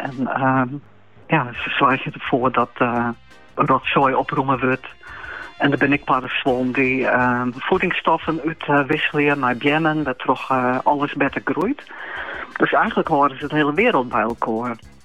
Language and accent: Dutch; Friesland, Netherlands; Ik ben opgegroeid in de Friese Waarden